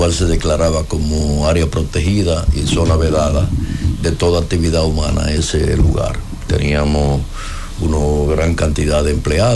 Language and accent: Spanish; San Cristóbal, Dominican Republic; yo soy de Los Cacao también.